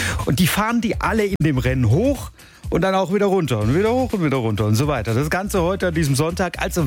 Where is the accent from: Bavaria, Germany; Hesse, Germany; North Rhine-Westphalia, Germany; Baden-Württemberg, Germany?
Baden-Württemberg, Germany; heute Morgen bin ich aus meiner Heimat, also aus dem Nordschwarzwald hierher gefahren nach Offenburg